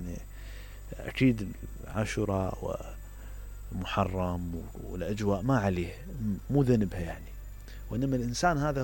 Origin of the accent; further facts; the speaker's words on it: Iraq; هسا إحنا ما نعتبر العراق فندق